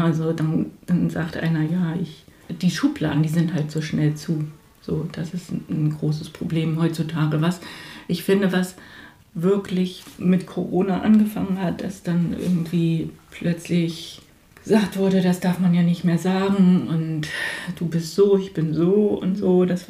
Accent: Lower Saxony, Germany; born there; moved away; Ich bin ständig unterwegs gewesen. Also meine längste Zeit, dass ich irgendwo wohne, ist wirklich Doebes. Und geboren bin ich in Ostfriesland.

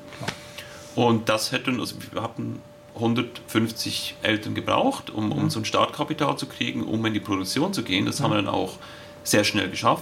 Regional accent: Switzerland; Ich bin in der Schweiz aufgewachsen.

